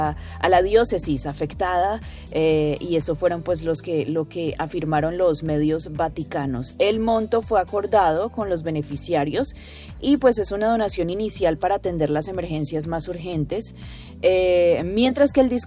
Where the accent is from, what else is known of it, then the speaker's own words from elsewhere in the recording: Cali, Valle del Cauca, Colombia; Vamos para adelante como caleños juntitos.